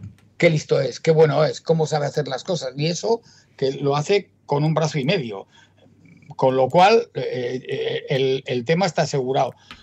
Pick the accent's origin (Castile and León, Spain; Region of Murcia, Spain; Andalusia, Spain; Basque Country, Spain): Basque Country, Spain; Soy vasco y no me rajo.